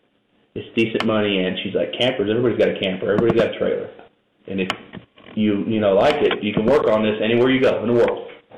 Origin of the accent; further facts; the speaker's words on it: California, United States; moved away; I'm from California, so I started in California.